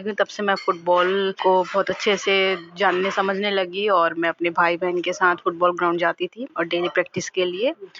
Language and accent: Hindi; Bicharpur, Madhya Pradesh, India; हमारे गांव mini Brazil के नाम से जाना जाता है